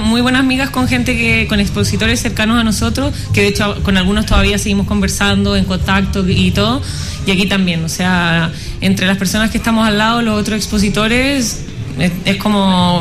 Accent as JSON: {"language": "Spanish", "country": "Chile", "moved": "yes", "said": "Yo, de un poquito más lejos, de Chile."}